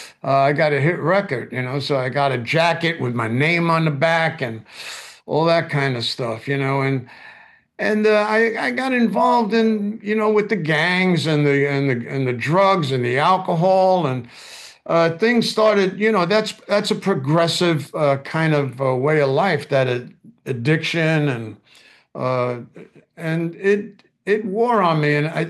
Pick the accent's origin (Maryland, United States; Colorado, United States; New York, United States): New York, United States; Bronx; I grew up in the Bronx.